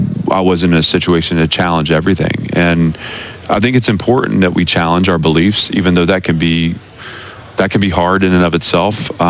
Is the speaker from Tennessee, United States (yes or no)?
yes; Nashville, Tennessee, United States; So none of it had to do with the fact that Vanderbilt's my alma mater or the fact that Nashville's my hometown.